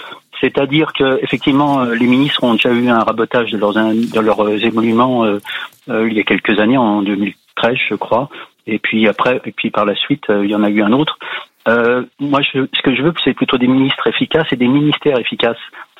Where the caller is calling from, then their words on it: Honfleur, Normandy, France; J'habite du côté de Honfleur.